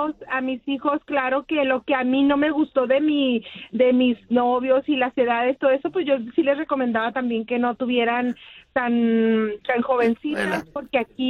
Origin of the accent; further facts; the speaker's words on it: Chihuahua, Mexico; Yo soy de Chihuahua.